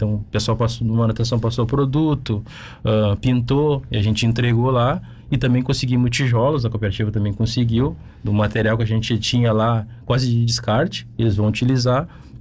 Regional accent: Restinga Seca, Rio Grande do Sul, Brazil; also born or lived in Três Vendas; Eu sou de Restinga, mas nasci lá em Três Vendas.

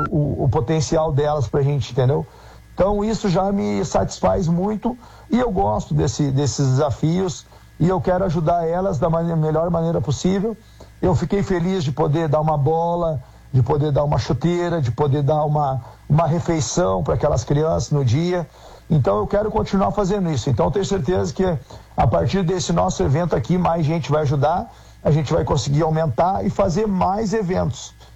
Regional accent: Canoas, Rio Grande do Sul, Brazil; Eu fui criado lá na Guajuviras, eu não tinha oportunidade de nada.

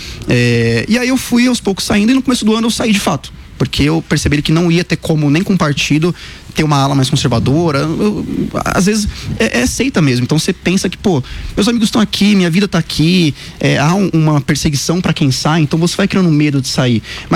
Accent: São Paulo, Brazil; Eu sou de São Paulo mesmo, nasci em São Paulo. Cresci toda a vida aqui no centro, na Santa Cecília.

